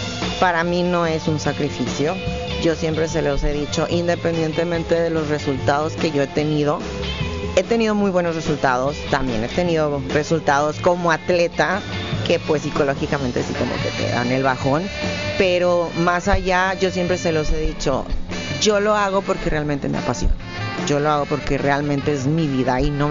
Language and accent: Spanish; Sonora, Mexico; Somos de Sonora, de hecho.